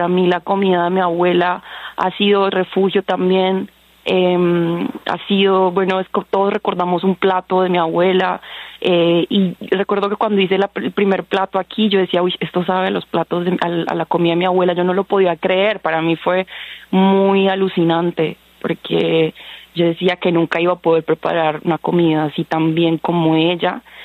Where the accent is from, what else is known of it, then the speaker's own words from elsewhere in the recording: Chocó, Colombia; Pues, o sea, para mí es importantísimo decir que soy del Chocó, porque me abre la puerta para hablar del Chocó, y yo amo hablar d